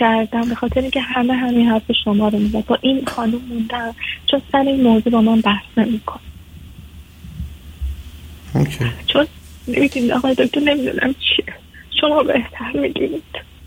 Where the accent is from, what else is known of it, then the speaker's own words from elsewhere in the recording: Iran; now in Canada; خب وقتی که از ایران اومدم.